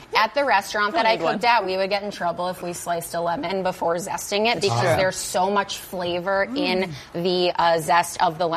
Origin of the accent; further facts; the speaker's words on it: Chicago, Illinois, United States; Much cheese. Chicago.